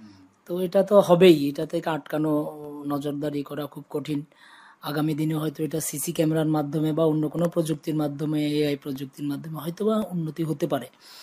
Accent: Ishanchandranagar, Tripura, India; এই আমাদের ত্রিপুরার ঈশানচন্দ্রনগর যে আমাদের গ্রামের যে স্কুল

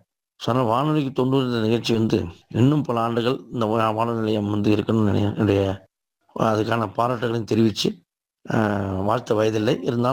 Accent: Mayilam, Tamil Nadu, India; born or raised there

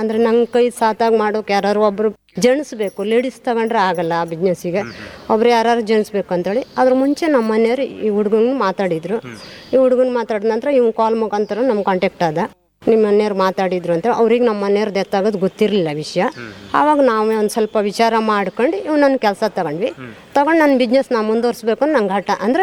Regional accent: Honnavar, Karnataka, India; also born or lived in Hassan; ಹೊನ್ನಾವರದವರೇ sir ನಾವು ಮೂಲತಃ. ಅಂದರೆ ನಮ್ಮ ಮನೆಯವರು ಅದ್ರ ಮುಂಚೆ ಎಲ್ಲ ಊರಲ್ಲಿ ಎಲ್ಲ ಬಾಡಿಗೆ ಇದ್ದಿದ್ರು. ಹೊನ್ನಾವರದಲ್ಲಿ ಬಾಡಿಗೆ ಇದ್ದಿದ್ರು. ನಾನು ಹೊನ್ನಾವರದವಳೆ ಮೂಲತಃ ತಾಯಿ ಮನೆ.

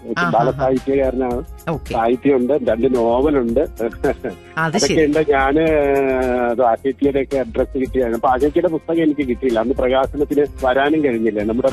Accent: Kanichukulangara, Kerala, India; now in Thrikkakara North, India; വീട് ഇപ്പൊ തൃക്കാറ്റുള്ള നോർത്താണ് ഞങ്ങൾ താമസിക്കുന്നത്. ഞാൻ കണിച്ചുളങ്ങരയാണ്, എന്റെ സ്വദേശം കണിച്ചുളങ്ങരയാണ്.

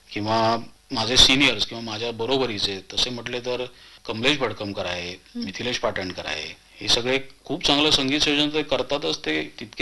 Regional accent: Maharashtra, India; म्हणजे मी मराठी भाषिक आहे

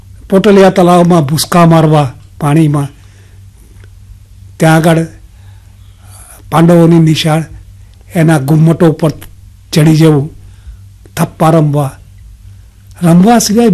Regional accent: Dholka, Gujarat, India; આ બધામાં ધોળકા જ ધોળકા અને ધોળકાની આસપાસના પ્રદેશો જ છે। મારું આખું શૈશવ કિશોરાવસ્થા સુધીનો, એટલે હું SSCમાં આવ્યો અને મારા એ

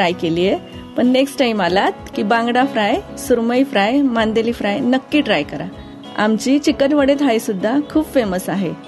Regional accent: Maharashtra, India; हो, कारण मी कोकणातलीच आहे. तिथले मसाले, तिथली पद्धत सगळं इथं तसंच आणलंय.

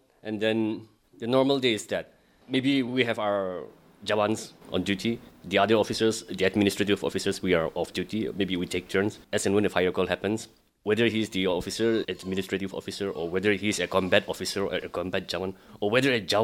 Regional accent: Nagaland, India; I'm coming from Kohima Kusama Village.

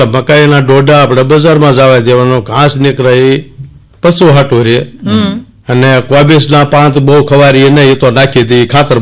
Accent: Bhetsuda, Gujarat, India; ભેટોડા ગામમાં, અમારું ગામ ભેટસુડા, એમાં અત્યારે ટોટલ 2200 માણસની વસ્તી હશે. નાનકડું એવું ગામ છે અને ફરતા રોડ થી 2 કિલોમીટર દૂર આવેલું છે.

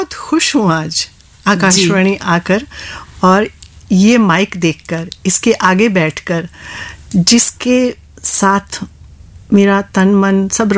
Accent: Himachal Pradesh, India

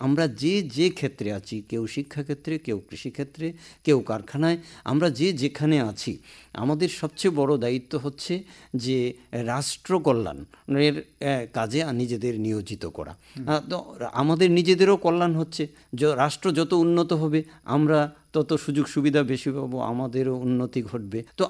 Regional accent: India; আমরা দেশের যারা ভারতীয় আমরা রয়েছি

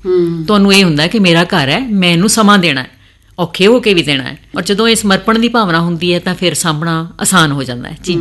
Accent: Punjab, India; ਸ਼ਾਦੀ ਵੀ ਬਹੁਤ ਨੇੜੇ ਹੋਈ, ਮੇਰੇ ਪਿੰਡ ਤੋਂ ਕੋਈ ਤਕਰੀਬਨ 6 ਕਿਲੋਮੀਟਰ ਦੂਰ ਕਸਬਾ ਸੁਲਤਾਨਪੁਰ ਲੋਧੀ, ਜਿੱਥੇ ਮੇਰੀ ਸ਼ਾਦੀ ਹੋਈ।

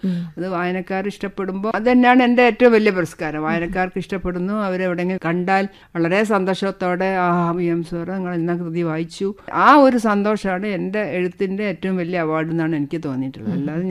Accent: Thalassery, Kerala, India; അതിപ്പോൾ ഞാൻ തലശ്ശേരി തിക്കോടിയൊക്കെയാണ് ജനിച്ചത് വളർന്നതെങ്കിൽ ഞാൻ മലപ്പുറം കണ്ണൂര് അങ്ങനെ ഓരോ ക്യാരക്ടേഴ്സിന്

